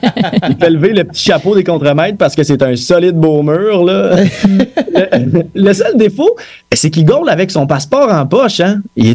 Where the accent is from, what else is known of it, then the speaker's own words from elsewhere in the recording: Coaticook, Quebec, Canada; Moi, je viens de Quaticook. On a un super long pont suspendu.